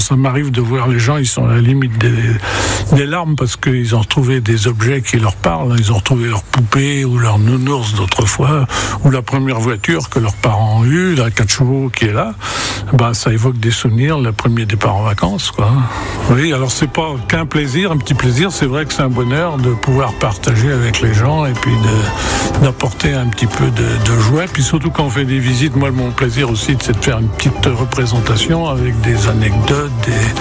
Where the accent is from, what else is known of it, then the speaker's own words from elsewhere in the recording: Lisieux, Normandy, France; je suis né à Lisieux et je suis toujours resté ici.